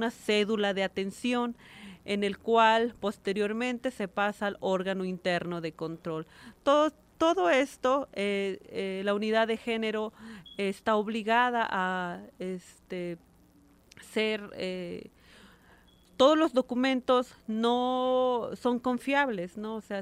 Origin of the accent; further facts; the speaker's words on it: Tlachichilco, Veracruz, Mexico; Soy originaria de una comunidad que se llama Xalame, municipio de Tlachichilco, Veracruz, en el norte del estado, de la Huasteca Veracruzana.